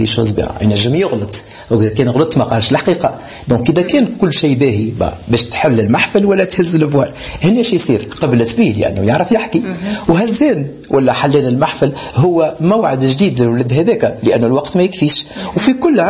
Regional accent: Tunis, Tunis Governorate, Tunisia; كيف جيت أنا من تونس لأنه يعني هذه بلادنا هذه تولدت فيها أمي وبابا وجدودي والكل

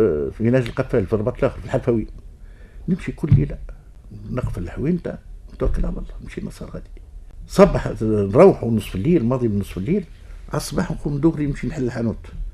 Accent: Tunis, Tunis Governorate, Tunisia; born there; moved away as an adult; now in Ezzahra, Tunisia; انا تولدت في دارنا زنقة سيدي دلة عدد 46

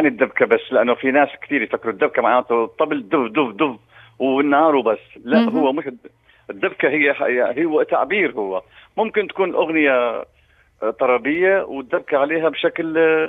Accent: Deir ez-Zor, Deir ez-Zor Governorate, Syria; moved away; أنا سوري طبعا وأفتخر بذلك، لكن كمان نغني عراقي. أنا أصلي من دير الزور، من دير الزور إحنا نغني اللون العراقي مليح،

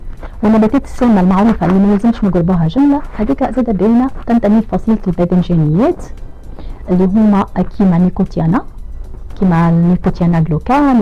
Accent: Gafsa Governorate, Tunisia; هذوما الكل موجودين عندنا في قفصة نتاعهم

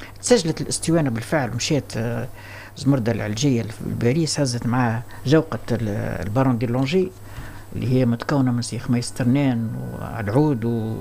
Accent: Tunisia; accent: Tunisian dialect; كما نقولوا باللغة بلهجتنا التونسية

